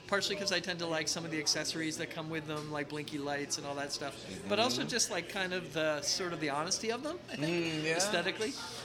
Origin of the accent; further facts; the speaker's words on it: Hackettstown, New Jersey, United States; also born or lived in New York / Oakland, California; now in San Francisco, United States; I grew up in the Ohio part of New Jersey.